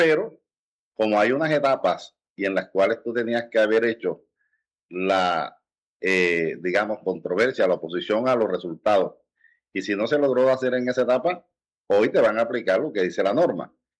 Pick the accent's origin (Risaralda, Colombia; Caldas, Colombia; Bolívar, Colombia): Bolívar, Colombia; San Basilio de Palenque; Soy palenquero y mi origen es el continente africano, mis ancestros, pero hoy yo soy nacional colombiano, nacido aquí